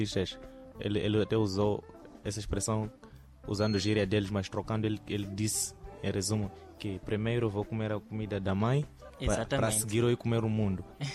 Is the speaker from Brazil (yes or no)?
no; Mozambique